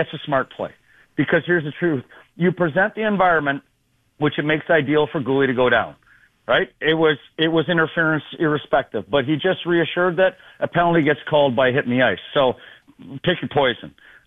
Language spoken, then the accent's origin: English; Windsor, Ontario, Canada; When you're from Buffalo, I'm from Windsor. We make jokes that we're the armpit of Canada.